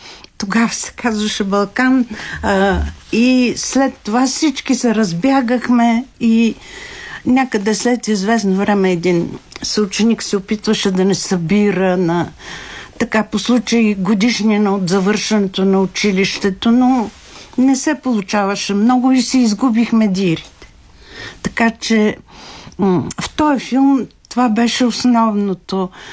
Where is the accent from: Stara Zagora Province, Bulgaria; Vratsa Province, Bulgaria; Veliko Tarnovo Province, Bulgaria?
Veliko Tarnovo Province, Bulgaria; Svishtov; Ами, значи, аз всъщност съм родена в Свищов и до 12 годишната си възраст съм живяла там.